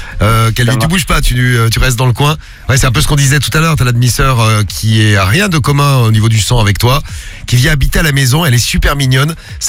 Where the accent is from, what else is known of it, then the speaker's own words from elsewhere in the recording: Saint-Étienne, Auvergne-Rhône-Alpes, France; now in Paris, France; Pour descendre chez moi à Saint-Etienne.